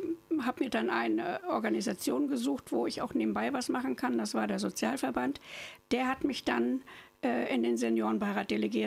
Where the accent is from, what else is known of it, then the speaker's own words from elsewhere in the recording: Greifswald, Mecklenburg-Vorpommern, Germany; Ich bin jetzt 11 Jahre im Seniorenbeirat, bin nicht in Greifswald geboren, aber hier aufgewachsen.